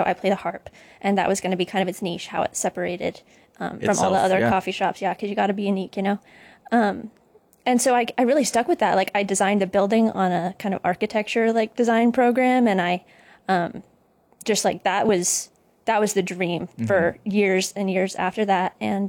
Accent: Texas, United States; moved away as an adult; now in Boston North Shore, United States; I'm originally from Texas, but right now I'm in school on the Boston North Shore

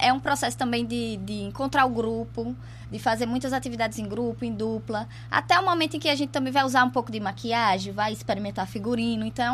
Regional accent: Brazil; a gente é brasileiro

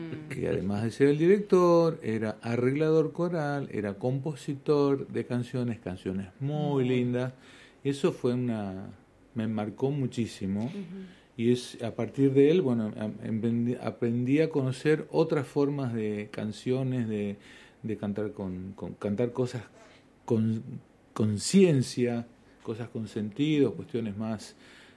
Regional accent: Tartagal, Salta, Argentina; born there; also born or lived in Rosario / Jujuy / Comodoro Rivadavia; now in Mendoza, Argentina; mira, nací en Tartagal, me bautizaron en Rosario de Santa Fe. Mi cédula de identidad es de Jujuy, mi primer DNI es de Comodoro Rivadavia

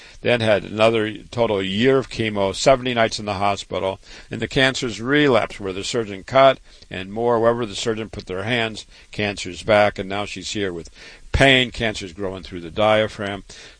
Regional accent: Waterloo, Iowa, United States; I was born and raised in Waterloo, Iowa, home sweet home.

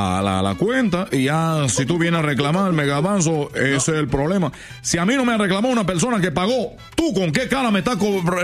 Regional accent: Cuba; moved away as an adult; now in Mexico; que vengo de Cuba, que un día dejé la isla para yo llegar a México

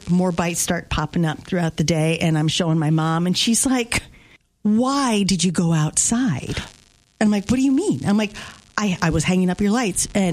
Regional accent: St. Louis, Missouri, United States; growing up in St. Louis, we all got chigger bites

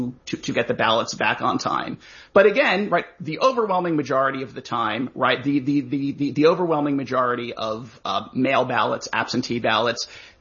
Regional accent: Florida, United States; Obviously, I'm from Florida.

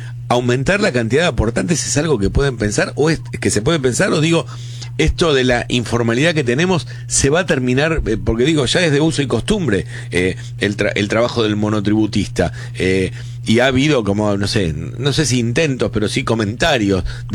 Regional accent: Argentina; y hemos ido de las AFJP, o sea, como un péndulo, como lo hacemos como argentinos más de una vez

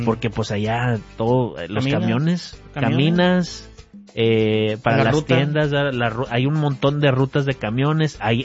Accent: Monterrey, Nuevo León, Mexico; moved away; yo nací y crecí en Monterrey, que es una ciudad enorme

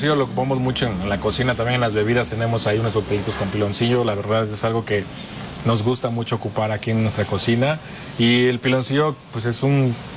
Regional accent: Santa María Huatulco, Oaxaca, Mexico; now in Oaxaca, Mexico; Yo soy de la costa, soy de Huatulco, Santa María Huatulco. Entonces me vine a estudiar a Oaxaca, terminé mi licenciatura acá, me quedé a trabajar.

